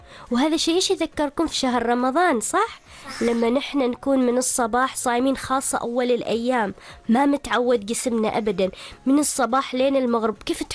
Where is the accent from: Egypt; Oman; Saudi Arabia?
Oman